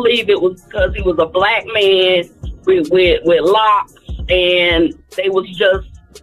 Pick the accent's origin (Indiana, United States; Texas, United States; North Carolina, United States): North Carolina, United States; now in Florida, United States; Well, I'm from North Carolina, but I live in Florida now.